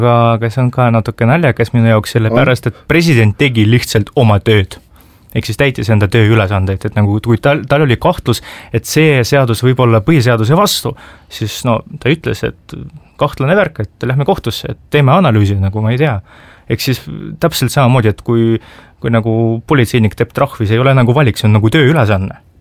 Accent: Ida-Viru County, Estonia; Kuna ma ise kasvasin Ida-Virumal ja ma saan Ida-Viruma inimestest hästi aru

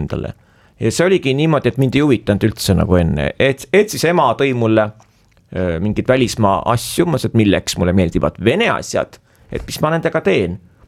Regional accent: Viljandi, Viljandi County, Estonia; et ma olen Viljandist

